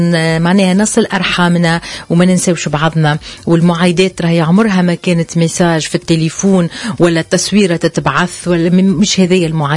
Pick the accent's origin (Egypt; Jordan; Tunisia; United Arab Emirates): Tunisia; southern Tunisia; accent: Tunisian; إذا باش نتكلموا بلهجتنا التونسية